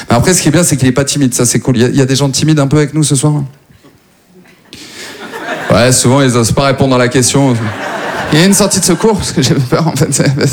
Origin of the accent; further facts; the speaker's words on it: Maubeuge, Hauts-de-France, France; now in Paris, France; Moi, à la base, en plus, je viens pas du tout de Paris. Moi, je viens de Maubeuge.